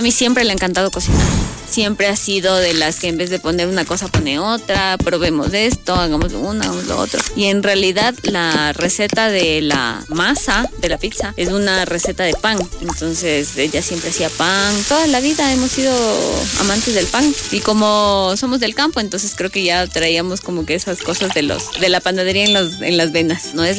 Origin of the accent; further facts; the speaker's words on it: Quito, Pichincha, Ecuador; also born or lived in Imbabura (Ibarra); Soy de Imbabura, pero claro, mis papis, ellos migraron cuando yo tenía 5 años a Quito. Y desde ahí yo viví en el valle.